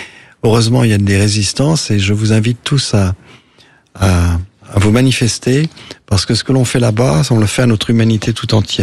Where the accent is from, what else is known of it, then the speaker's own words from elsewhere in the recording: Brittany, France; Moi, je suis breton, ma terre, Elle est dans le Finistère Nord, près de Saint-Paul-de-Léon, Roscoff, un petit village mauguerriec, dans la baie de Morlaix, à l'île de Bas.